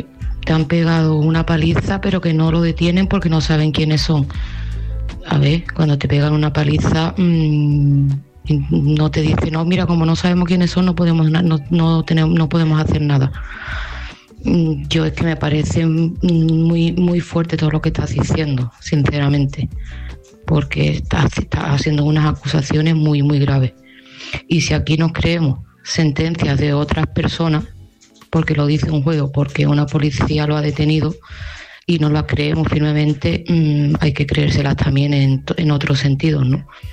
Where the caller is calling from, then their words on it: Seville, Andalusia, Spain; de Sevilla